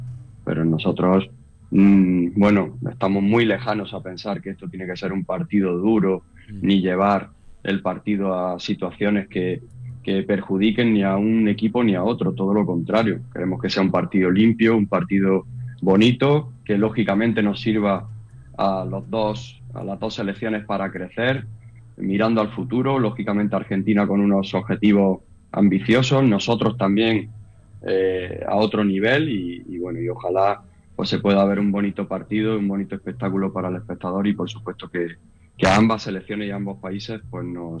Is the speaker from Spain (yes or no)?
yes; Spain; moved away as an adult; now in Honduras; en mi país se sorprendió mucha gente de que acabara en un país humilde, más modesto, después de mi trayectoria de más de 6 años en la Federación Española de Fútbol